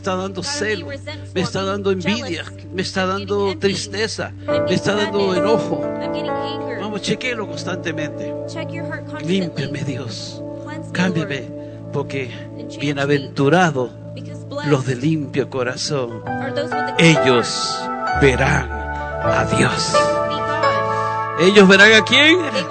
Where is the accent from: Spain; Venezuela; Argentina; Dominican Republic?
Venezuela; donde yo veo un venezolano, yo veo tierra mi tierra, yo veo un pedacito de mí.